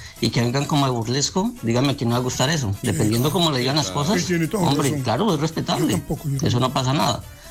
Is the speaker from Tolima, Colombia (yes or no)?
yes; Tolima, Colombia; Porque yo siendo tolimense, y que venga un mismo tolimense a ofender o a decir en forma de saboteo al Deportes Tolima